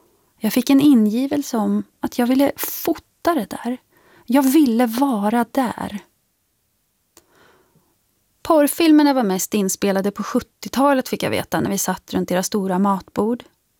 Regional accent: Katrineholm, Södermanland, Sweden; born there; Jag är född i Katrineholm som en liten fabriks- och industristad. På många sätt en typisk svensk mellanstor stad.

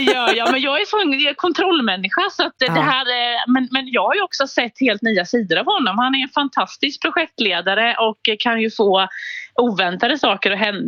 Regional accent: Småland, Sweden; Men han är från Dalarna och jag är från Småland, så att vi landar någonstans mitt emellan.

